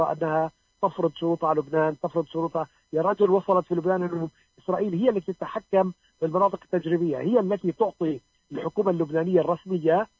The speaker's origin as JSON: {"language": "Arabic", "country": "Palestine", "said": "نحن كفلسطينيين"}